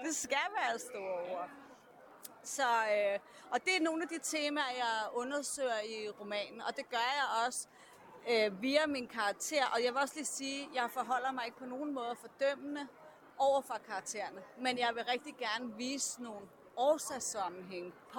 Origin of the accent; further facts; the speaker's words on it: Copenhagen, Capital Region of Denmark, Denmark; Det er jeg. Jeg er fra Vesterbro.